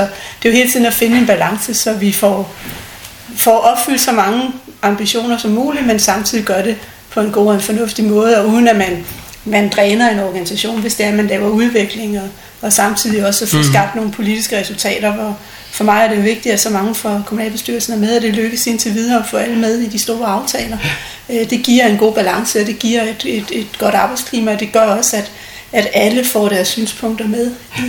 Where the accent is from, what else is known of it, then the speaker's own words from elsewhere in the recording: Nakskov, Zealand, Denmark; now in Rødovre, Denmark; Jeg er født i Nakskov, på Nakskov sygehus.